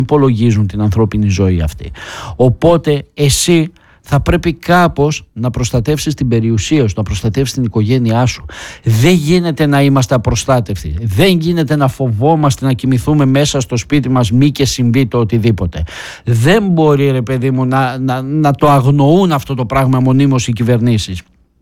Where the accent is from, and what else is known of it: Greece